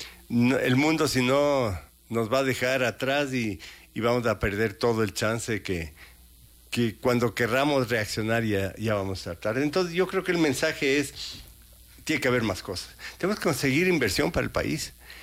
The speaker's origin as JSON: {"language": "Spanish", "country": "Ecuador"}